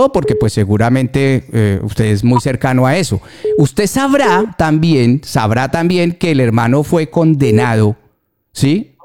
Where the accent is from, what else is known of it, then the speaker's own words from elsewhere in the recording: Colombia; Yo soy colombiano igual que usted